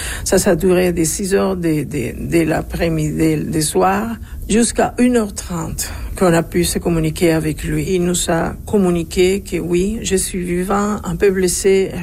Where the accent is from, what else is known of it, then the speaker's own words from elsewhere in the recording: Macuto, La Guaira, Venezuela; now in Montreal, Canada; La Guaira, Makoto, c'est là où j'ai grandi.